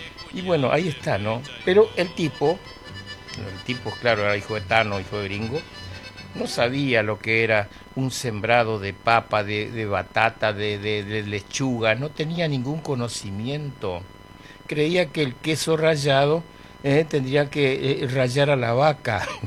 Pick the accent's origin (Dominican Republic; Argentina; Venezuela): Argentina; Buenos Aires; Yo estuve 17 años en Buenos Aires, me crié en Buenos Aires.